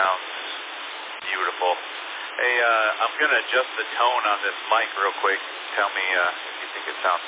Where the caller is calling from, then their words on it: Cibolo, Texas, United States; Yeah, I'm in a little town north of San Antonio called Cibolo, Texas.